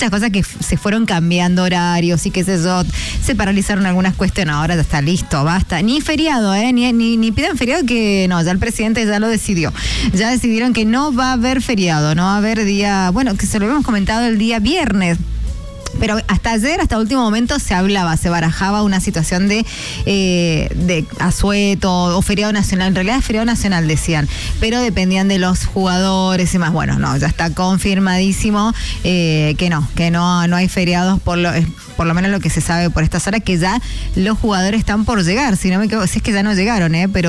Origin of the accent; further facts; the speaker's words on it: Argentina; como argentinos luchadores y resilientes que somos